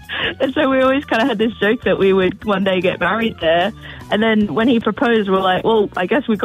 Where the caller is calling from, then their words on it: Corrimal, New South Wales, Australia; We're just from Corrimal. I'm calling from Corrimal train station on my way to my honeymoon right now.